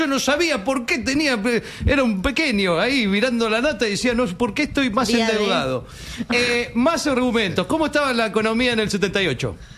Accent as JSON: {"language": "Spanish", "country": "Argentina"}